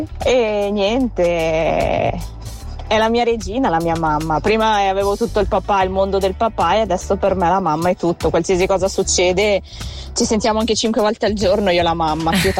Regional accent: Colombia; now in Switzerland; Io sono adottata, vengo dalla Colombia, a parlare anche dialetto, perché grande.

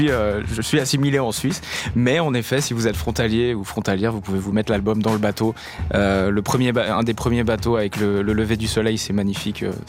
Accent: Algeria; il est principalement inspiré de mon retour dans mon pays d'origine, qui est l'Algérie, où j'étais pas retourné depuis une quinzaine d'années.

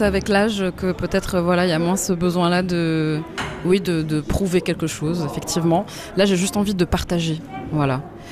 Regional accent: Switzerland; born or raised there

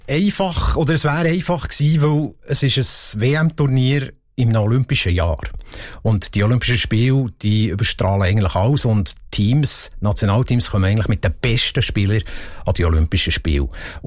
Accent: Switzerland; wir sind Schweizer, wir müssen unsere Werte leben

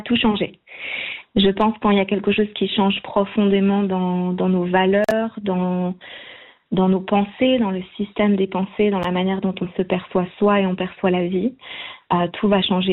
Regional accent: Switzerland; moved away as an adult; also born or lived in India / Amazonia; je suis née en Suisse. Je suis née dans le village où on s'est rencontrés. Donc j'ai grandi près de cette rivière. C'est une rivière, c'est un endroit qui me ressource, qui me nourrit beaucoup. Et puis, quand j'avais 18 ans, j'ai décidé de partir, d'aller vivre en Inde

